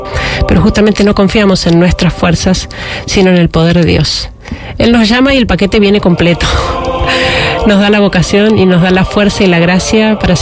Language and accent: Spanish; Argentina; soy argentina